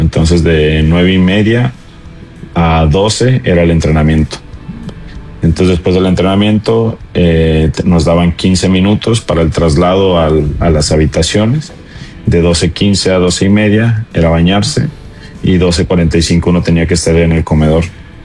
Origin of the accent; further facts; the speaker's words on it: Zacatecas, Mexico; Entonces, soy de ahí, de Nueva de Ángeles